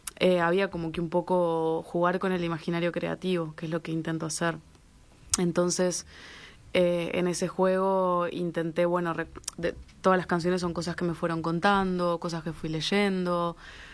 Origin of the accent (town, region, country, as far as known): Uruguay; moved away; also born or lived in Barcelona